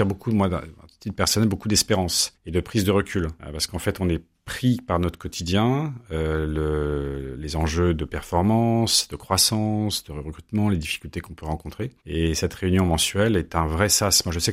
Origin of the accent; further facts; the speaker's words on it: northern France, France; moved away as an adult; also born or lived in England; now in Montpellier, France; Moi, je suis plutôt originaire du nord de la France, mais j'ai des attaches très anciennes dans la région, puisque au 19e siècle, ma famille est originaire de l'Aude.